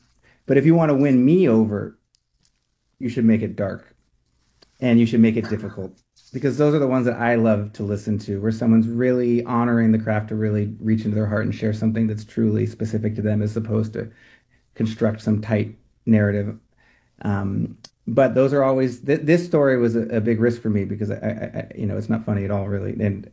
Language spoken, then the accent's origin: English; California, United States; although I grew up in the Bay Area, is not at all my thing or my scene.